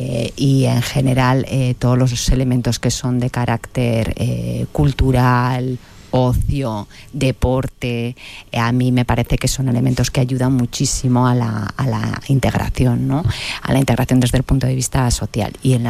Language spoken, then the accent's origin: Spanish; Navarre, Spain